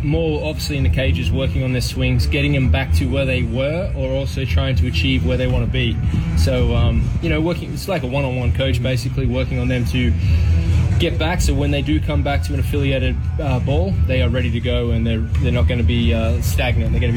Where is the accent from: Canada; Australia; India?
Australia; Obviously, I'm from Australia as well, so it's been an interesting week so far.